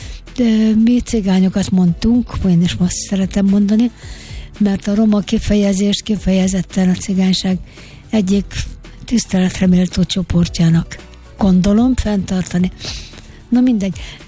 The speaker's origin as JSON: {"language": "Hungarian", "town": "Mezőtúr", "region": "Jász-Nagykun-Szolnok", "country": "Hungary", "tie": "born or raised there", "said": "Én mezőtúri vagyok, ez egy alföldi középváros"}